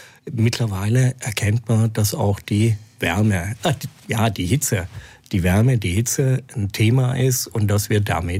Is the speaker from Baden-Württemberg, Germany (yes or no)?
yes; Ellwangen, Baden-Württemberg, Germany; also born or lived in Stuttgart; now in Munich, Germany; Ich komme tatsächlich aus Ellwangen und habe hier in Stuttgart studiert und von daher kenne ich die Gegend sehr gut.